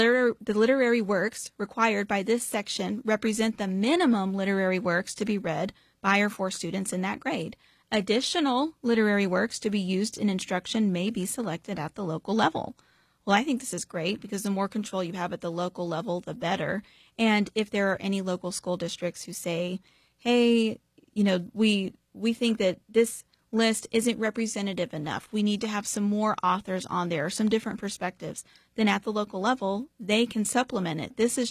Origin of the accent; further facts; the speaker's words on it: Texas, United States; we talked about something that my home state, Texas, had gone viral for